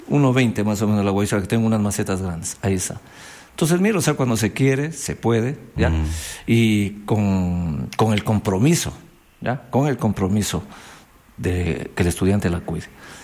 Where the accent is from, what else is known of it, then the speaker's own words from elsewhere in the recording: Loja, Ecuador; Yo soy lojano de Loja.